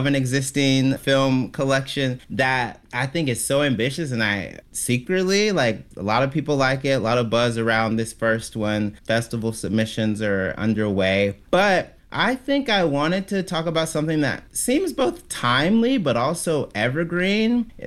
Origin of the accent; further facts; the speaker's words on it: Mississippi, United States; I'm from Mississippi. My family has roots in Tallulah, Louisiana, which is like right across the Mississippi River from Vicksburg.